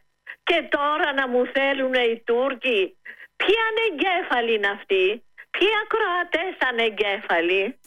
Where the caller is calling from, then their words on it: Neo Irakleio, Attica, Greece; Είμαι από Νέο Ηράκλειο.